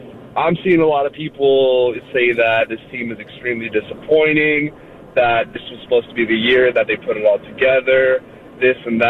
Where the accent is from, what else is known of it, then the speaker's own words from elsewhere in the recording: San Diego, California, United States; I'm from San Diego, so, you know, they moved away a lot of people have animosity.